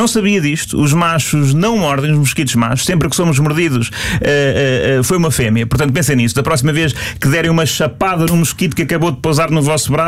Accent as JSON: {"language": "Portuguese", "region": "Lisbon", "country": "Portugal", "tie": "born or raised there", "said": "eu cresci em Alvalade"}